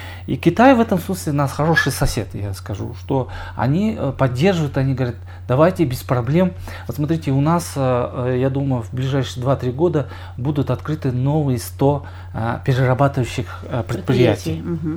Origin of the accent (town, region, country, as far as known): Kyrgyzstan